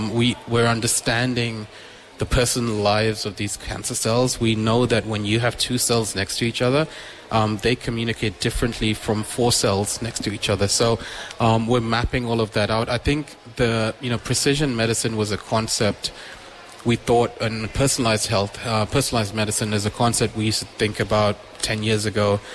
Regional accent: South Africa; now in Brisbane, Australia; It was 2 a.m. at a hospital, and I grew up in South Africa

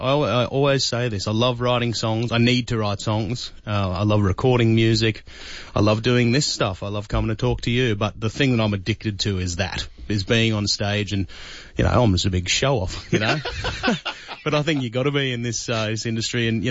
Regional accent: Jindabyne, New South Wales, Australia; And then I go to Jindabyne, which is my hometown, and we haven't played down there in many, many years.

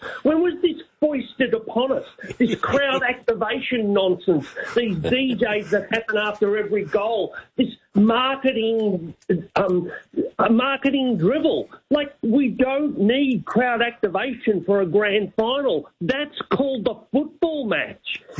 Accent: Australia; to me, as an Australian, would seem sort of wrong.

